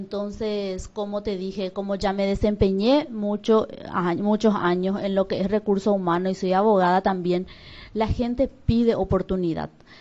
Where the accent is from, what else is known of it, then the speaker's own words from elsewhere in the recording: Pedro Juan Caballero, Amambay, Paraguay; nacida y criada en Pedro Juan Caballero